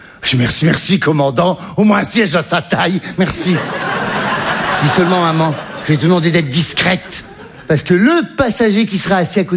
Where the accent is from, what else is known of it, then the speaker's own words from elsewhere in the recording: Hauts-de-France, France; là d'où je viens, c'est bien. Parce que moi, j'ai un petit village du Nord, là-haut, là. Tu sais, là où on fait des courses de tracteur.